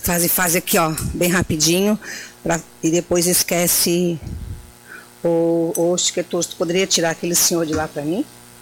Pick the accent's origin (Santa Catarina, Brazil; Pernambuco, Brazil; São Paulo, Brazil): Santa Catarina, Brazil; Orleans